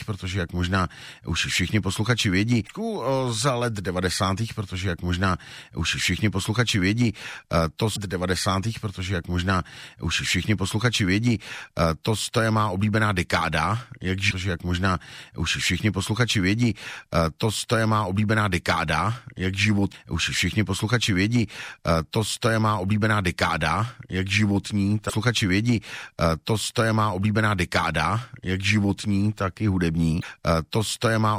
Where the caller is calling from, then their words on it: Olomouc, Olomouc Region, Czechia; Kamaráde z Olomouce, zdravím mé rodné město ještě jednou